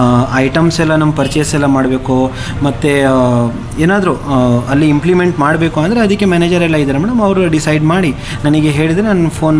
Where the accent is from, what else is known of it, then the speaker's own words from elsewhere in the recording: Chhattisgarh, India; born there; moved away as an adult; now in Shivamogga, India; ನಾನು ಹುಟ್ಟಿರೋದು actually ಛತ್ತೀಸ್ಗಢಲ್ಲಿ ma'am. Chhattisgarh ನಮ್ಮ state, properly I am from Chhattisgarh. ಆಯಿತಾ? ಇಲ್ಲಿ ನಾನು ಬಂದಿರೋದು 2008 ಮ್ಯಾಮ್. ಅಂದರೆ BMS ಓದೋಣ ಅಂತ ಬಂದಿದ್ದೆ ಮ್ಯಾಮ್. ಇಲ್ಲೇ BMS ಮಾಚೇನಹಳ್ಳಿ ಕಾಲೇಜಲ್ಲಿ ಓದಿರೋದು.